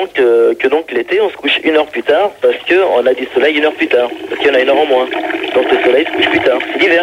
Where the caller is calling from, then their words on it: Toulouse, Occitanie, France; Moi, je suis de Toulouse Nord.